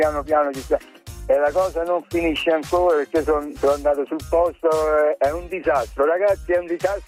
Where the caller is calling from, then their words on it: Forchia, Campania, Italy; Io sono di Forchia. Forse Caudine.